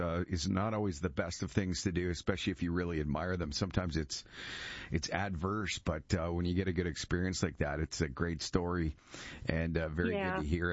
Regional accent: Brantford, Ontario, Canada; I grew up in Brantford, so I know where you're from.

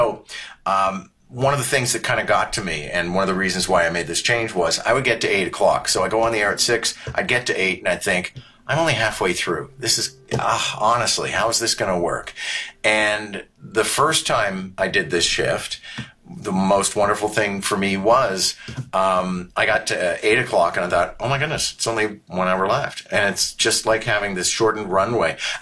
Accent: Montreal, Quebec, Canada; now in Toronto, Canada; I was born and raised in Montreal. I always say it's a bit like being born and raised in Florence. You'll never forget it. But I came to Toronto in 2003, and I'm nuts about the place.

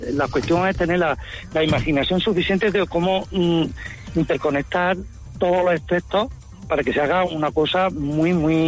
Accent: Montilla, Andalusia, Spain; aunque yo personalmente soy de Montilla

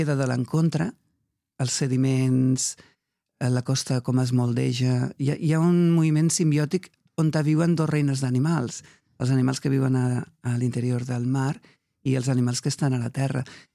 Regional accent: Catalonia, Spain; Jo soc, els meus orígens són del Pallars, me fascinen les pedres. I a part sóc d'una zona del Pallars on també hi ha gent d'universitats d'arreu del món a estudiar aquell terreny.

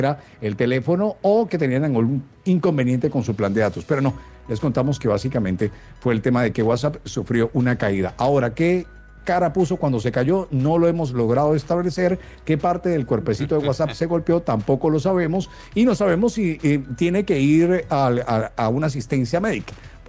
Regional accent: Caribbean Region, Colombia; quien me escucha temprano sabe que yo soy orgullosamente caribeño.

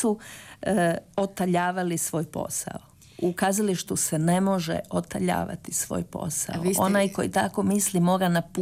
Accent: Croatia

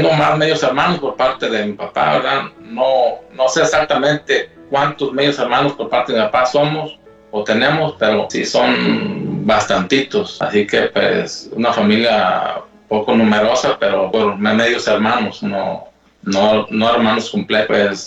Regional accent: Huetamo, Michoacán, Mexico; Yo soy de Michoacán, de un pueblo que se llama Huetamo. Pues como toda niñez, es un rancho. Bueno, no sé, te digas un pueblo, un rancho.

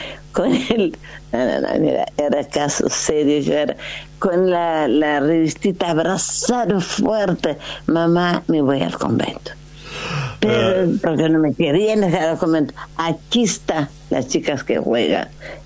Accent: Cape Verde; now in Argentina; Cabo Verde es mi tierra, Argentina es mi tierra, los chicos caboverdianos son míos

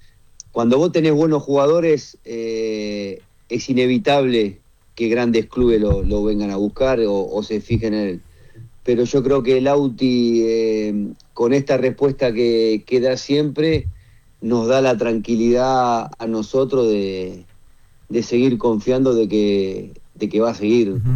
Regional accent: Argentina; Después, como argentino, me pone muy, muy contento que sea el capitán

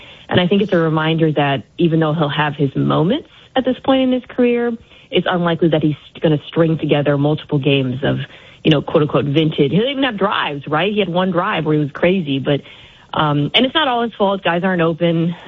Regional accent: Nebraska, United States; I'm from Nebraska

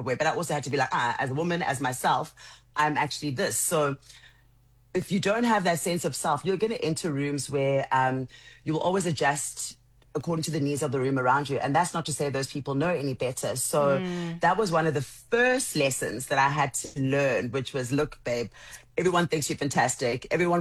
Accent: Soweto, Gauteng, South Africa; I grew up in Soweto, which is a giant community in a specific neighborhood, which was a community of its own in a big family that was always expanding.

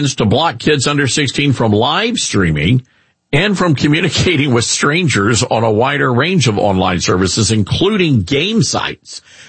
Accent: United Kingdom; I am British.

